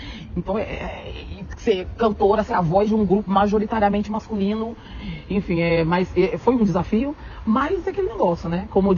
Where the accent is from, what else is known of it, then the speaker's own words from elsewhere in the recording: Portugal; Mas eu acho que como eu cresci na roda de samba em Portugal ali, eu tive muita dificuldade em lidar com essa questão mesmo racial e tem mais, né? A questão de ser imigrante, né?